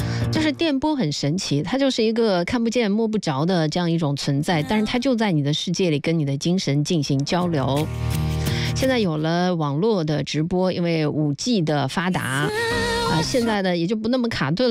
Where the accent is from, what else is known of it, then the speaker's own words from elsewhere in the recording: Ningxia, China; moved away; 你不是宁夏的吗？对，我在那里长大，但是我自己的祖籍是湖南岳阳。